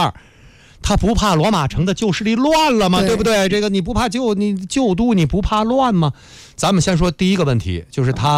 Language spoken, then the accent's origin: Chinese; Beijing, China; 就是你像我就是北京人，我们生活在北京，那北京是沾了谁的光啊？